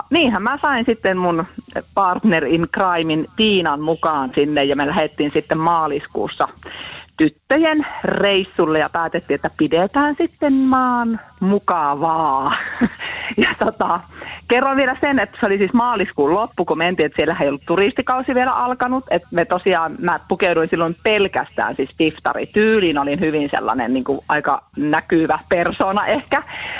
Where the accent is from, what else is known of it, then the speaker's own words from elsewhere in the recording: Kemi, Lapland, Finland; Mä oon Kemistä.